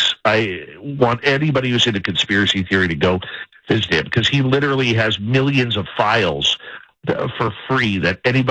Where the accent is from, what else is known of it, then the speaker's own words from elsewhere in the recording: Canada; I'm Canadian, so I'm just going to say sorry.